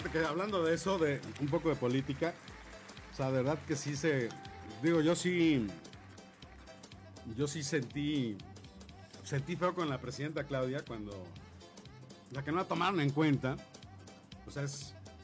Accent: Mexico; porque somos mexicanos a final de cuentas y es la representante de todos los mexicanos.

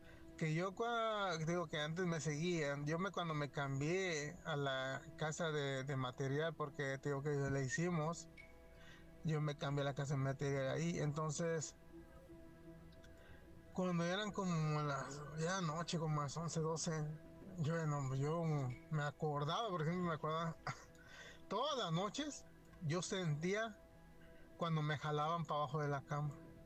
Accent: San Luis Potosí, Mexico; now in Las Vegas, United States; En mi rancho, yo nací en San Luis Potosí.

